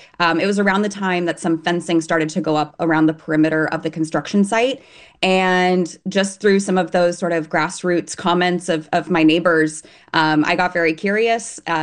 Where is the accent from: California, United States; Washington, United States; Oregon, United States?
California, United States; Gilroy; I mean, I grew up in Gilroy. I went to Gilroy High School